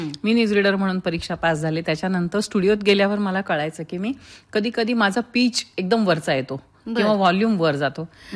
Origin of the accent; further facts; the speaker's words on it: Latur, Maharashtra, India; moved away as an adult; also born or lived in Aurangabad / Mumbai / Goa / Satara; माझं सगळं बालपण लातूरला गेलं, मराठवाड्यात. पोस्ट ग्रॅज्युएशन मी औरंगाबादला केलं आणि करिअर सगळं मुंबईत केलं. पण मधल्या काळात आमच्या पोस्टिंग वेगवेगळ्या ठिकाणी होत गेल्या. काही काळ आम्ही गोव्यात होतो, काही काळ साताऱ्याला होतो, काही काळ पुण्यात होतो